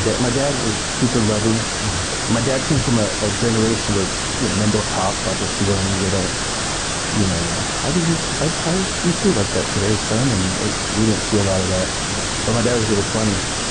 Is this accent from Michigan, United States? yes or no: yes; Tecumseh, Michigan, United States; born there; So I was born in Michigan in a really small town called Tecumseh, Michigan.